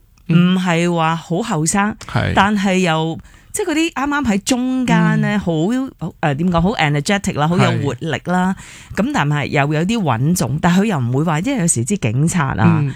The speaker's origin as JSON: {"language": "Cantonese", "country": "Hong Kong", "said": "因为我自己都系香港人啦"}